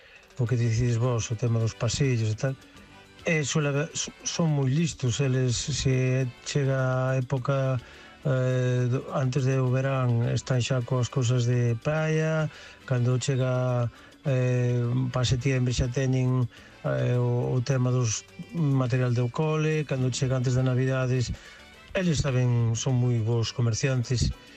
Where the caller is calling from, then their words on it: Narón, Galicia, Spain; de Narón.